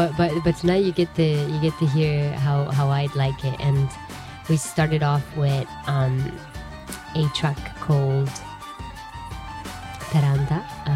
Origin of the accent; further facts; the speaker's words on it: Turin, Piedmont, Italy; is a classical Italian composer from Turin, actually, my hometown.